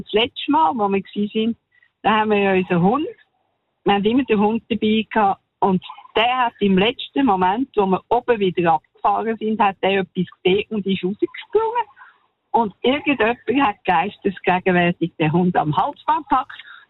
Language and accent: German; Menziken, Aargau, Switzerland; now in Ticino, Switzerland; Hallo, ich komme eigentlich aus Menziken.